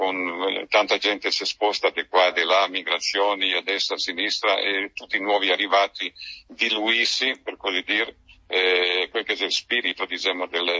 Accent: Gallesano, Istria County, Croatia; first language Istriot (Gallesano dialect); L'istrioto calesianese, per dire, la mia lingua madre, mi la parlo ogni giorno in galesianese.

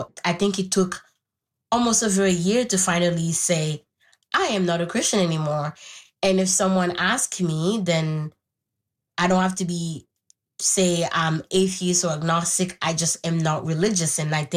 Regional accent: Haiti; first language Haitian Creole; English is a second language; moved away; I grew up in Haiti. My first language is Haitian Creole.

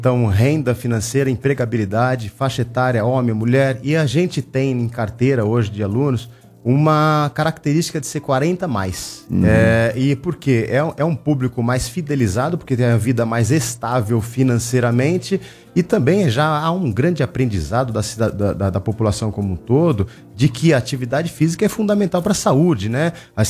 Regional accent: São Paulo, Brazil; born there; moved away as an adult; now in Campinas, Brazil; Eu sou nascido em São Paulo, capital, mas moro em Campinas há mais de 3 anos.

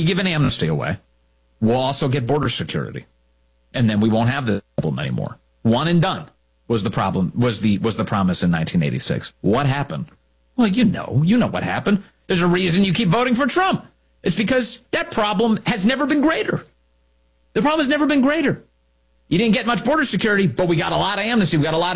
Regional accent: South Carolina, United States; born there; I was born in South Carolina, Jim. That was I'm very fond of South Carolina. Spent limited time there. I was a Marine brat, you know, so we moved all over the place.

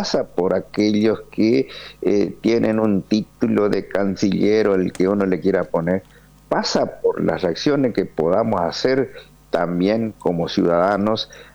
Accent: Argentina; Entonces, esas son cuestiones que nosotros como argentinos debemos tomar como bandera, como iniciativas, como idea, hacer sentir nuestra presencia.

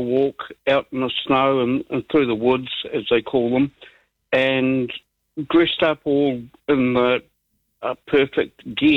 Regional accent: Katikati, Bay of Plenty, New Zealand; I was in my hometown of Katikati today

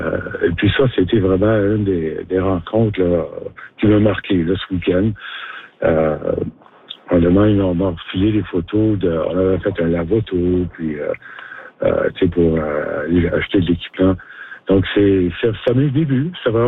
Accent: Kapuskasing, Ontario, Canada; moved away as an adult; Moi, j'ai quitté Kapuskasing pour aller étudier en 73.

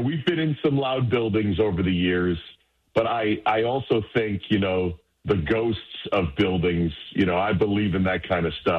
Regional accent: New York, United States; I'm a guy from the Northeast who grew up in upstate New York

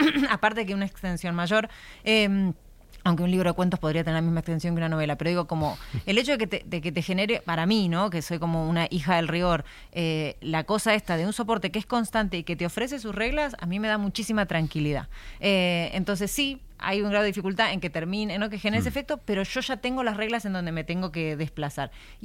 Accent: Argentina; Yo soy argentina y escribo cuento. así le decimos. Bueno, no sé, o sea, como que igual aprendí a usar las dos variantes, hace mucho que vivo acá

